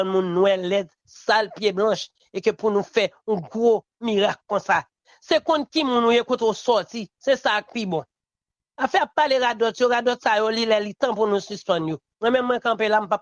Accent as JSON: {"language": "French", "country": "Haiti"}